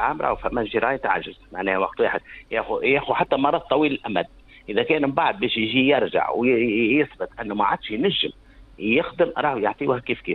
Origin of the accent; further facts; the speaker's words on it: Tunisia; عندنا في تونس